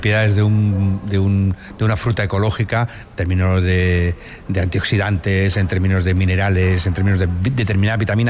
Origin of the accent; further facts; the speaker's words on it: Casas del Castañar, Extremadura, Spain; Pues mi pueblo, Casas del Castañar, forma parte de la comarca del Valle del Jerte. Es conocido por por la floración de los cerezos y los propios cerezos, también por el agua, las pozas